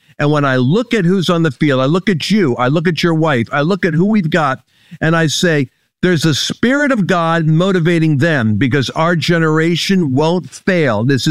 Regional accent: United States; I'm obviously American obsessed. I'm like every other American.

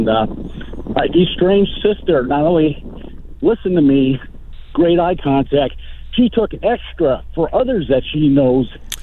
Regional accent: Milwaukee, Wisconsin, United States; born there; now in North Carolina, United States; Well, it's North Carolina where I reside, but right now I'm walking in streets of Milwaukee, Wisconsin

